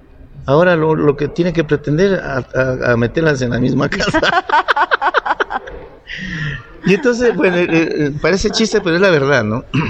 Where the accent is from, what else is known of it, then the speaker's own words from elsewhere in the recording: Cali, Valle del Cauca, Colombia; Yo soy nacido aquí en Cali, soy valluno, pero mis padres son Nariño.